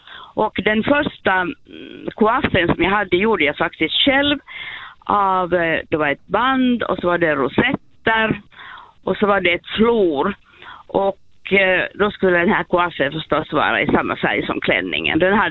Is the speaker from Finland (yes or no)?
yes; Helsinki, Uusimaa, Finland; i Helsingfors där jag växte upp.